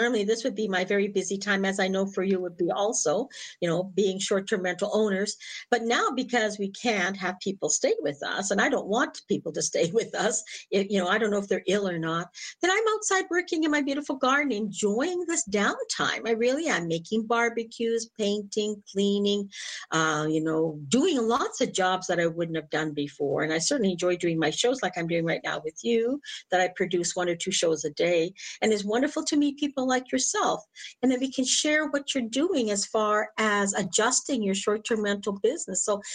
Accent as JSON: {"language": "English", "town": "Niagara-on-the-Lake", "region": "Ontario", "country": "Canada", "tie": "born or raised there", "said": "I certainly know that in my hometown of the town of Niagara Lake in Ontario, Canada"}